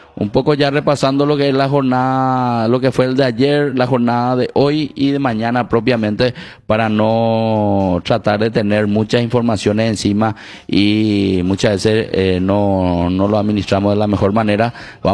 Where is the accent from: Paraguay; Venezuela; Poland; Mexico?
Paraguay; Nuestra raza es vencer o morir, lo veo como paraguayo.